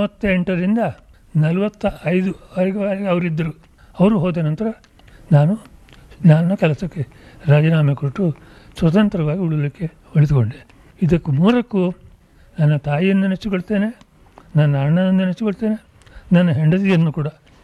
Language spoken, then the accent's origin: Kannada; Udupi, Karnataka, India; moved away as an adult; also born or lived in Kattingeri, Udupi district / Mysore / Mumbai; ನಾನು ಹುಟ್ಟಿದ ಗುಡಿಸಲಿಗೆ ಮಾತ್ರ ಹೋಗಿ ಬಂದಿದ್ದೆ. ಅಲ್ಲಿ ಅದನ್ನೆಲ್ಲ ಬಿಟ್ಟು ಉಡುಪಿಗೆ ಬಂದೆವು. ಹೈಸ್ಕೂಲ್ ಶಿಕ್ಷಣ ಮುಗಿದ ನಂತರ ಮೈಸೂರಿಗೆ ಬಂದೆ.